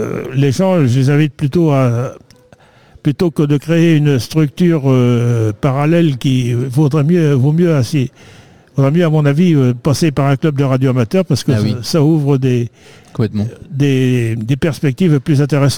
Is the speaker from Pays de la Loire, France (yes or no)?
yes; Issé, Pays de la Loire, France; born there; je suis né à Issé, moi, donc je suis né à côté.